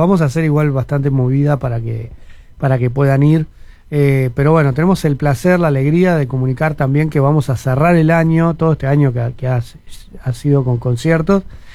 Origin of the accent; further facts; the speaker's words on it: Maldonado, Uruguay; somos dos cantautores de Maldonado